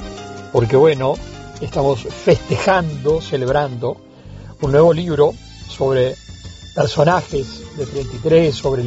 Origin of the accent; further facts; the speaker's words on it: Montevideo, Uruguay; yo soy montevideano, de la zona de el barrio Bolívar. A mí me encantaba decir en las estribaciones del Cerrito de la Victoria. Y allí en la calle Juan Cruz Varela, Cardoso, esa era mi zona.